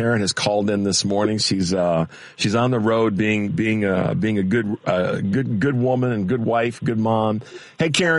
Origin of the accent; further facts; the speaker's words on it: Chicago, Illinois, United States; Listen, man, that's $13,000. I'm from Chicago. Yeah. I want my money.